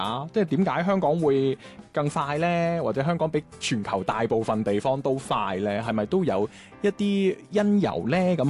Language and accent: Cantonese; Guangzhou, Guangdong, China; 即係我自己作為一個廣州人呢，我都覺得其實自己節奏唔算慢㗎啦。